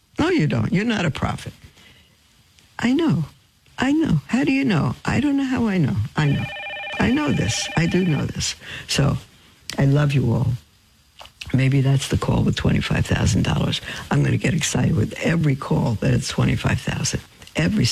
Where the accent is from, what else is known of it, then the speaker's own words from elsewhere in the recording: Brooklyn, New York, United States; born there; because I was born in Brooklyn, and because I have not just Jewish chutzpah, but now fulfilled Jewish chutzpah